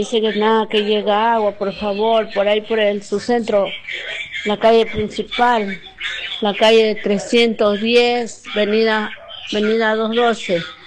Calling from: Manta, Manabí, Ecuador; yo vivo acá en Civivienda

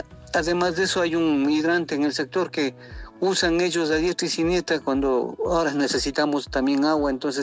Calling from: Quito, Pichincha, Ecuador; soy del morador de Carapungo, del sector de Hernando Parra.

